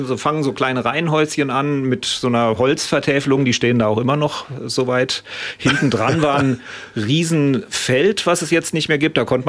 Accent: Mainz, Rhineland-Palatinate, Germany; born there; ich bin, auch wenn man es nicht unbedingt so hört, ein Mense.

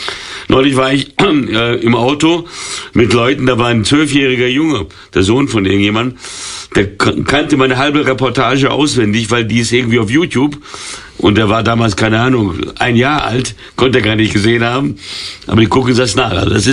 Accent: São Paulo, Brazil; German is a second language; now in Germany; Und mein Eröffnungsspiel war in São Paulo, wo ich aufgewachsen bin. Das war, diese Anreise war sehr emotional, weil ich bin Jahrzehnte vorher weg, ohne überhaupt Deutsch sprechen zu können, kehre dann in das Land des Fußballs zurück

